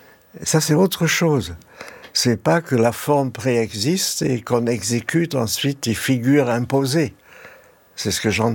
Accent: Germany; accent: German; French is a second language; mon petit accent allemand, comme je navigue entre deux langues, oui.

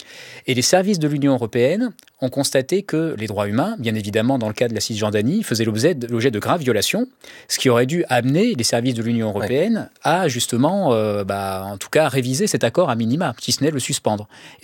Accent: France; nous, en tant que Français

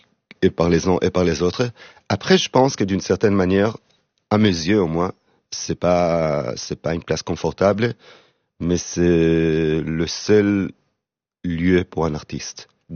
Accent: Israel; moved away as an adult

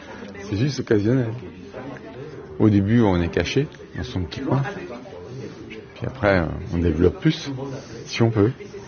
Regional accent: Pays de la Loire, France; Moi, je suis de Vendée.

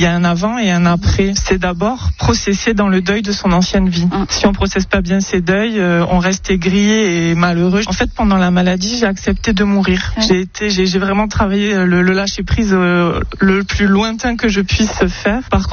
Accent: Bayonne, Nouvelle-Aquitaine, France; j'ai 48 ans et je suis de Bayonne.

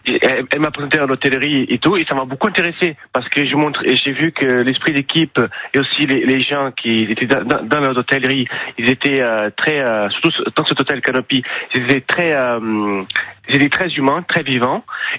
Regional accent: Brazil; now in France; Tout ce que c'est fait, ce qu'elle a fait pour moi, c'est parce qu'on est venu du Brésil. Et aujourd'hui, en fait, je vis dans un pays merveilleux comme la France

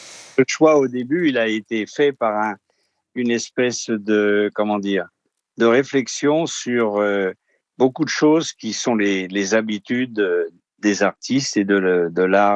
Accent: Paris, Île-de-France, France; je suis parisien

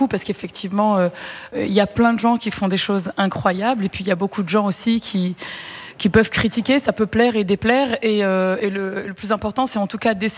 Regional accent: Cergy, Île-de-France, France; Moi, j'ai grandi à Cergy dans le 95, je suis maman de 3 enfants.

